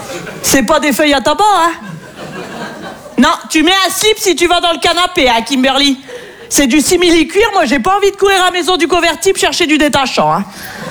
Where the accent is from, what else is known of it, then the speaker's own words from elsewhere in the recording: northern France, France; moi je viens du nord de la France, et c'est vrai qu'on est très gentil dans le nord